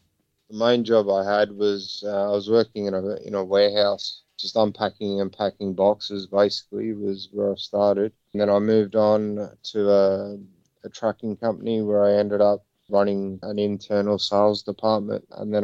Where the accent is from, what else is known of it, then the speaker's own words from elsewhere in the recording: Sydney, New South Wales, Australia; I was born in Sydney, Australia. Yeah, the inner west of Sydney is where I'm born and raised, and have a lot of strong connections with the people and the community. It's been my home for the last 41 years.